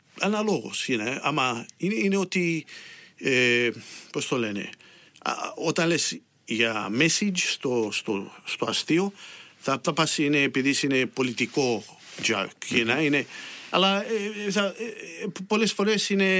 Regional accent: Brunswick, Victoria, Australia

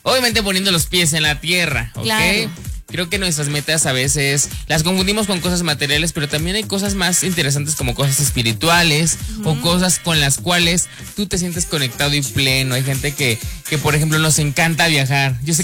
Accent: Mexico; nos delata como mexicanos o como latinos.

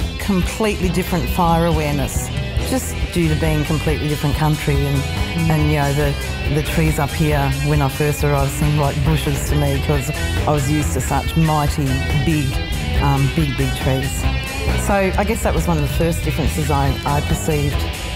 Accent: Echuca, Victoria, Australia; also born or lived in Melbourne / Yarra Valley; now in Tennant Creek, Australia; I was born in Echuca on Yorta Yorta country down in Victoria. It's on the amazing mighty Murray River amongst huge big red gum trees. Yeah, I schooled there, moved to Melbourne, lived there for 10 years, moved to the Yarra Valley

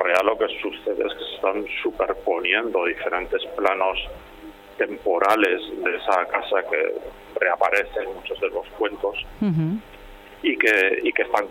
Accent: Ribadesella, Asturias, Spain; la casa donde yo nací y me crié en Ribadesella

